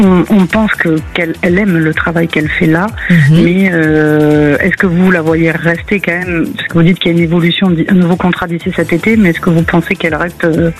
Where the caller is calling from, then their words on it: Bordeaux, Nouvelle-Aquitaine, France; De Bordeaux.